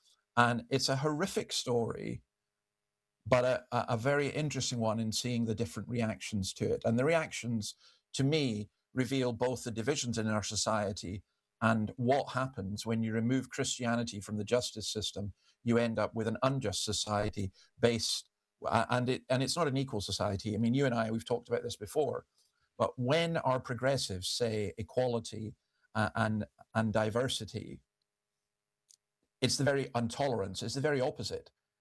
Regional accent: Scotland, United Kingdom; as a Scotsman

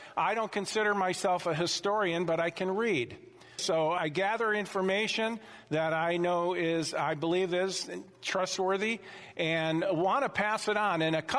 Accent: United States; I am an American, and I have been blessed to live in this country my entire life.

